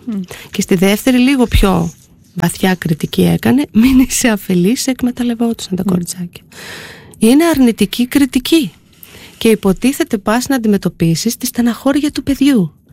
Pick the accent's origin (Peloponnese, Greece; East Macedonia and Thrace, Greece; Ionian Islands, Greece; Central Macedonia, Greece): East Macedonia and Thrace, Greece; αν έρθει εμένα η μαμά μου, που είμαι και από τη Θράκη, και μαγειρεύω ένα χοιρινό με κρέας, που είναι ωραίο φαγητό θρακιώτικο